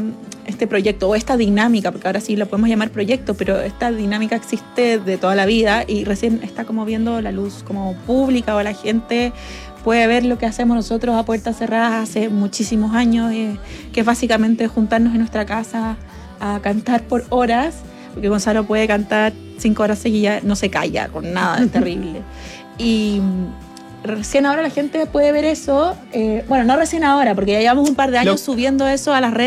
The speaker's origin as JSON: {"language": "Spanish", "country": "Chile", "also_born_or_lived": "Mexico", "said": "yo soy chilena"}